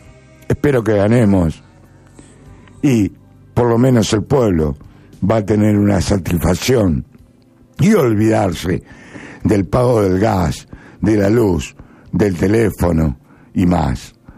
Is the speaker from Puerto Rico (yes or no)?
no; Argentina; Yo, rubio, ojos verdes, soy americano. Americano del sur. Argentino.